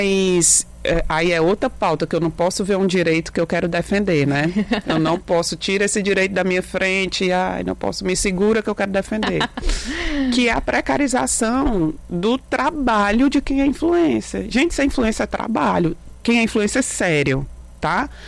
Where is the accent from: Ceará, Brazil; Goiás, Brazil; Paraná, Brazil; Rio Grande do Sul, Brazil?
Ceará, Brazil; Fortaleza